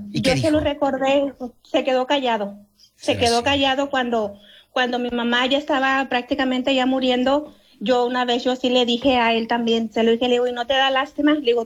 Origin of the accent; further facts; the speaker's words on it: Michoacán, Mexico; yo soy del estado de Michoacán